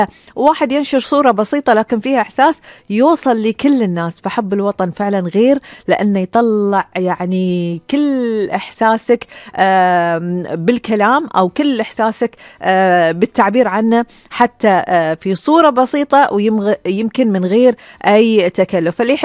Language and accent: Arabic; Bahrain; عن ديرتنا الغالية البحرين